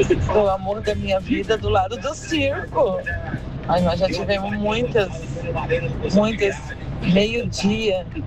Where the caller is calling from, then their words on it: Itajaí, Santa Catarina, Brazil; Então, sou aqui de Itajaí, Santa Catarina.